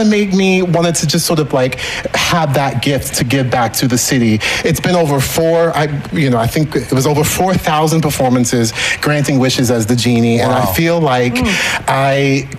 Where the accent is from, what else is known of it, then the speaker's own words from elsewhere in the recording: Orlando, Florida, United States; when I think about … growing up in Orlando, Florida